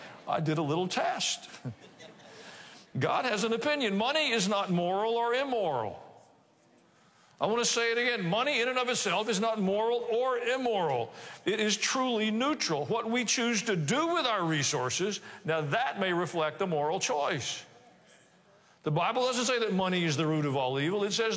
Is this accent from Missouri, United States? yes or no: yes; Kansas City, Missouri, United States; born there; I was born in Kansas City, Missouri.